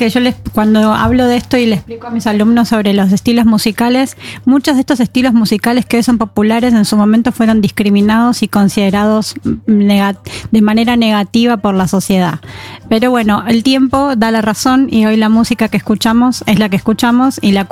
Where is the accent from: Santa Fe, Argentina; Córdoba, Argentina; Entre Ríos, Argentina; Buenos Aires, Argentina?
Buenos Aires, Argentina; ese shh es ya, porque vengo de Buenos Aires